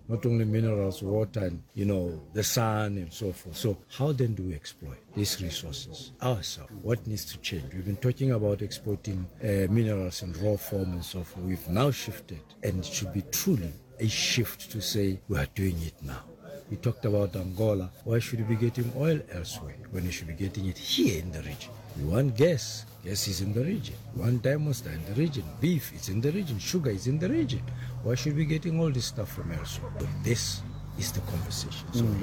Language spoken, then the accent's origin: English; Botswana; I come from Botswana. I've experienced that thing firsthand.